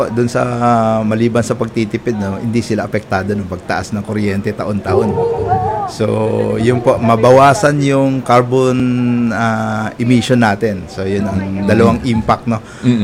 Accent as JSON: {"language": "Tagalog", "town": "Meycauayan", "region": "Central Luzon", "country": "Philippines", "said": "taga Maykawayan po ako."}